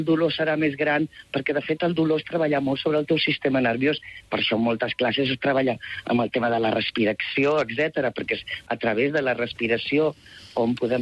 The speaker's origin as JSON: {"language": "Catalan", "town": "Barcelona", "region": "Catalonia", "country": "Spain", "lives_now": "Palma, Spain", "said": "Ara mateix a Palma, soc de Barcelona."}